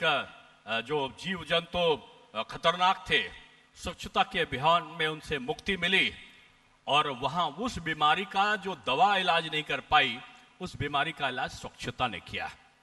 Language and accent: Hindi; Gorakhpur, Uttar Pradesh, India; now in Andaman and Nicobar Islands, India; मैं उत्तर प्रदेश से आता हूं